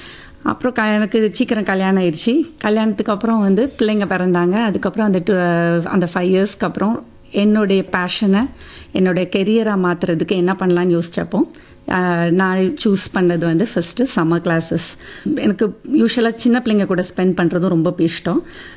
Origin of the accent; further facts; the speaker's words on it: Thoothukudi, Tamil Nadu, India; now in Ayanbommaiyapuram, India; நான் படிச்சது வளர்ந்தது எல்லாமே இங்க தூத்துக்குடியில தான். என்னுடைய திருமணத்துக்கு அப்புறம் விளாத்திக்குளம் பக்கத்தில் இருக்கிற அயன்பொம்மையாபுரம்ங்கிற ஒரு சின்ன கிராமத்தில் இருக்கேன்.